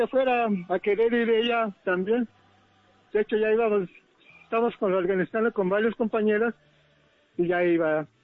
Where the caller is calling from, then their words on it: Ixtapaluca, State of Mexico, Mexico; Anda acá en Iztapaluca.